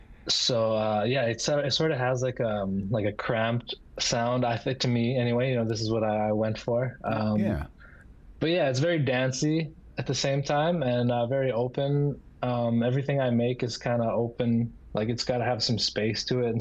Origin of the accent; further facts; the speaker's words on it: Inuvik, Northwest Territories, Canada; I'm from Inupiaq, Northwest Territories. I'm Inuvialuit. Most people know us as Inuit or Eskimo if you're kind of old school, but... So I'm from the Arctic. I was born and raised here.